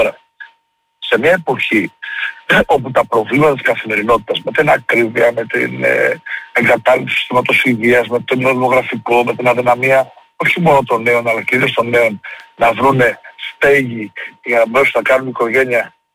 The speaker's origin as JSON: {"language": "Greek", "town": "Karydi", "region": "Crete", "country": "Greece", "tie": "born there", "said": "σε ένα καφενείο στο χωριό μου, το Καρύδι, στο Λασίφι ή στην εκλογική μου περιφέρεια στο νομό Ηλίας"}